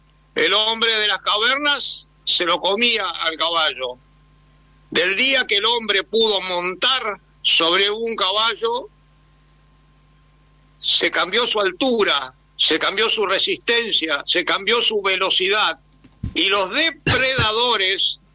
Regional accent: General Belgrano, Buenos Aires Province, Argentina; de los Pagos de Belgrano.

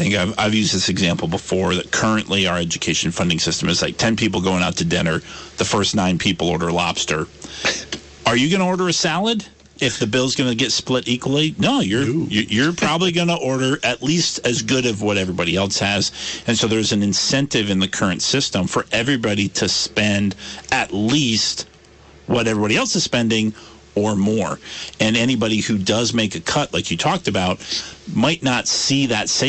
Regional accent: Brandon, Vermont, United States; I grew up in Brandon, and Brandon used to have its own high school for that town.

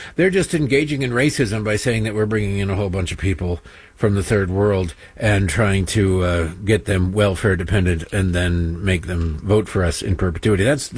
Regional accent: Michigan, United States; I know, I'm a wuss. I grew up in Michigan, though. I ain't used to this.

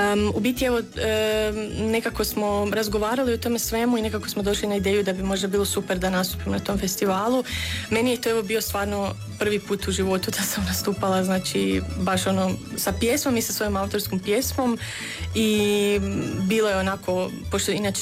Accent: Daruvar, Bjelovar-Bilogora County, Croatia; now in Osijek, Croatia

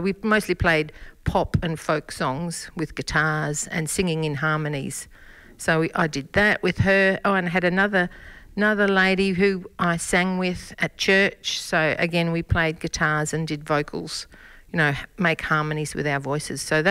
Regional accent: Queensland, Australia; moved away; also born or lived in Tanunda; No, I've been here 33 years, but I grew up in Queensland. And then after a while, I went and lived in Tanunda for a couple of years.

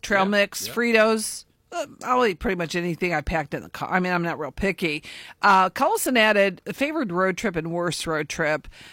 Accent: Cuyahoga Falls, Ohio, United States; growing up in Cuyahoga Falls

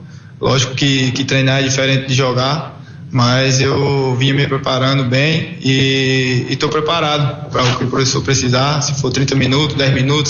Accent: Paraíba, Brazil; moved away as an adult; Eu vim da Paraíba novo, 19 anos, para o sub-20 do Capivariano

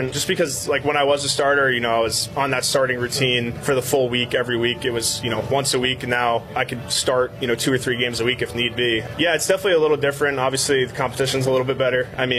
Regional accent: Rhode Island, United States; Spent it all at home where I'm from in Rhode Island

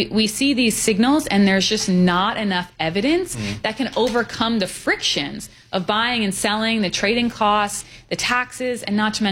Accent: New Jersey, United States; now in Austin, United States; I'm from New Jersey, so I'm a local. But I've been in Austin for over a decade.

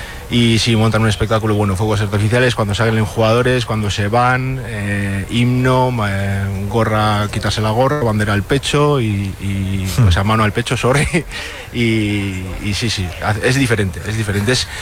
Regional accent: Bilbao, Basque Country, Spain; moved away as an adult; now in Chattanooga, United States; Pues soy de Bilbao, vine aquí a trabajar a principios de año y aquí sigo

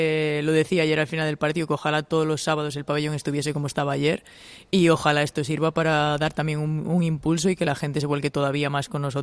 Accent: Galicia, Spain; Sí, yo como gallega súper orgullosa de ello, de formar parte del balonmano gallego y de haberlo llevado a lo más alto en este sentido.

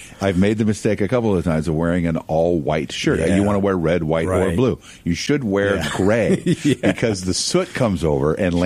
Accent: Pekin, Illinois, United States; I'm a Tazewell County guy. Yeah. I grew up in Pekin.

